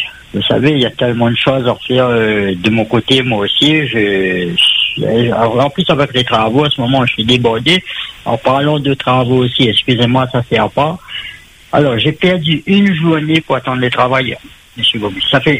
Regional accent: Réunion, France; Nous, en tant que Français, en tant que Réunionnais, moi je vote.

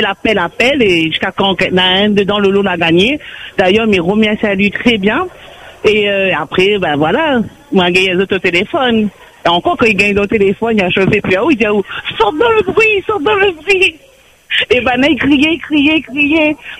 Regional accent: Saint-Louis, Réunion; La rivière Saint-Louis.

